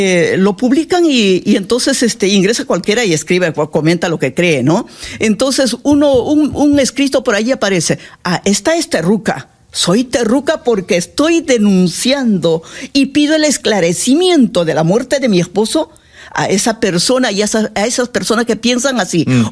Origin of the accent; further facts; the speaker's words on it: Peru; para nosotros, para los provincianos, para los quechua hablantes